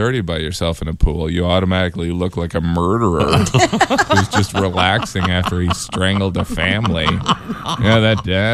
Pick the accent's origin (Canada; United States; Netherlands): United States; Indiana; I used to dip when I was growing up. I'm from Indiana, so, you know.